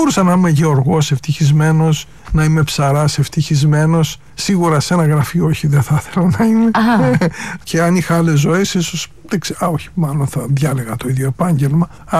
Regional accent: Greece; Θα προτιμούσα εδώ, στην πατρίδα μου, σίγουρα. Εντάξει, αλλά η Ελλάδα δυστυχώς είναι κάποια θλίψη για μένα, η Ελλάδα.

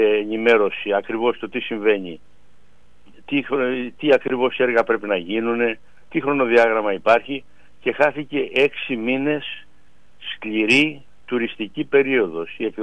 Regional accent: Kato Zachlorou, Western Greece, Greece; όπως λέμε και στο χωριό μου, στην Κάτω Ζαφλωρού

